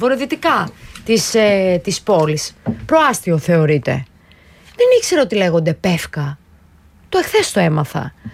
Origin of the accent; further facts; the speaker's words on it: Thessaloniki, Central Macedonia, Greece; Εγώ είμαι από τη Θεσσαλονίκη, ενώ τη μεγάλωσα εκεί, σπούδασα εκεί.